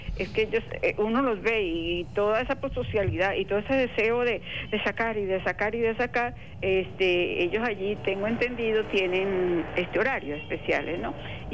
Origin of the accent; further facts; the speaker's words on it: Venezuela; eso que nos caracteriza a nosotros como venezolanos